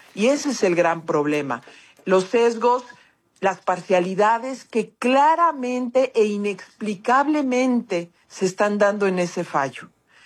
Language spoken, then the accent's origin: Spanish; Mexico; este tipo de resoluciones en estos más de 20 años que he conocido sobre temas de libertad de expresión en mi país y en el continente.